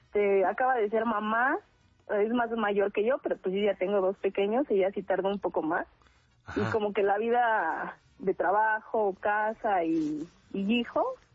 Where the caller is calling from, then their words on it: Calpulalpan, Tlaxcala, Mexico; Nosotros somos de Tlaxcala